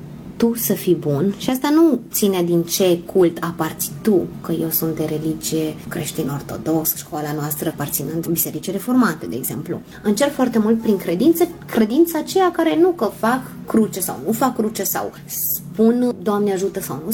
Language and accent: Romanian; Romania; now in Hungary; eu sunt româncă, dar nu știu bine ungurește.